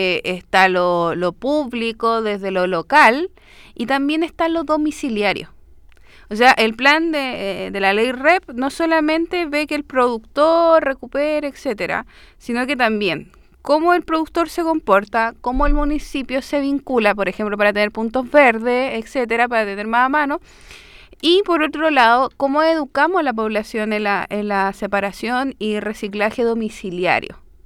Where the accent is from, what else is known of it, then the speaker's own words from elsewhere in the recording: San Bernardo, Santiago Metropolitan Region, Chile; con lo que está pasando el alcalde de San Bernardo, que yo soy de allá, tú sabes que yo soy vecina de San Bernardo.